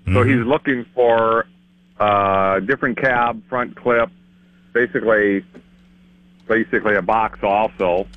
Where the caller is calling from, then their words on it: Chancellor, South Dakota, United States; from Chancellor